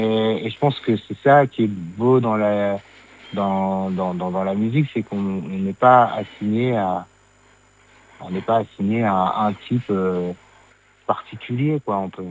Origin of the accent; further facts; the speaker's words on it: Lille, Hauts-de-France, France; Après, on vient de Lille, donc tu sais, Lille, c'est un carrefour, hein.